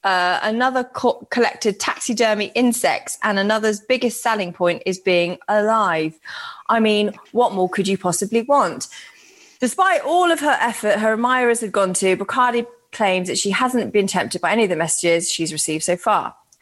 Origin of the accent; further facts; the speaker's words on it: Birmingham, West Midlands, United Kingdom; maybe I'm just going, I'm from Birmingham